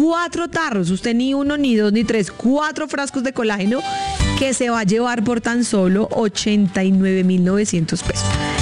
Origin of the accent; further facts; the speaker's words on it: Boyacá, Colombia; now in Bogotá, Colombia; Si usted de pronto está en mi tierra, en Boyacá, o usted está en Casanare, o usted está en Yopal, o usted está en la costa atlántica, hasta allá llega el producto.